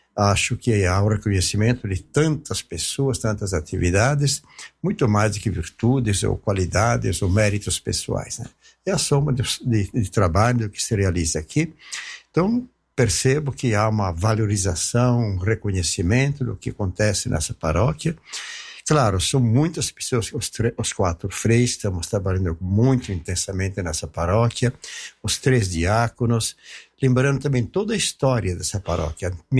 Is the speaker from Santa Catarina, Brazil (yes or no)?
yes; Taió, Santa Catarina, Brazil; born there; Eu nasci no município de Taió, perto de Pouso Redondo, Catarinense.